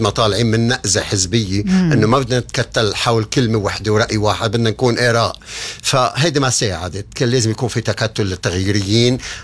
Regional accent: Lebanon; moved away; نحن كلبنانية

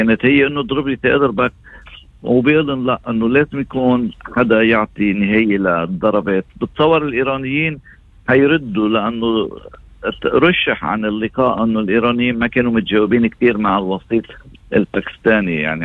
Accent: Lebanon; نحن اللبنانيين

